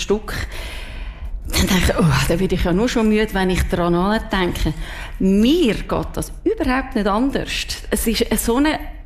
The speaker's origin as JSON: {"language": "German", "region": "Zurich", "country": "Switzerland", "also_born_or_lived": "Olten", "accent": "Zürich German", "lives_now": "Solothurn, Switzerland", "said": "Ich habe extrem schnell den Dialekt angenommen, und spannenderweise ist gerade letztes Jahr das Jubiläum von meiner Mittelschule gewesen, von der Kante Olten. Und dort hat mir erstaunlicherweise jemand gesagt … warum redest du Zürichdeutsch? Und ich so, das habe ich immer schon geredet."}